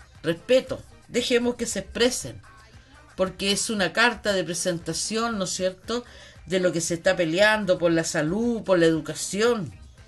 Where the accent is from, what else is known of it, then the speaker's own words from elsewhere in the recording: Arica, Arica y Parinacota, Chile; nosotros somos Arica, que cuesta lo que son Iquique, Magallanes, todo, cuesta, porque creen que nosotros no somos parte de Chile. Y somos parte de Chile. Somos ciudadanos chilenos